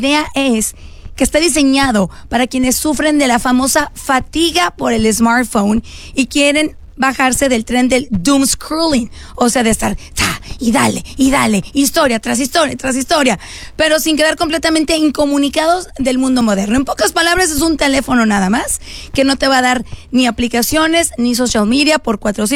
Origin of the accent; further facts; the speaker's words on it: Mexico; Nosotros como mexicanos tenemos que apoyarlos también a ellos.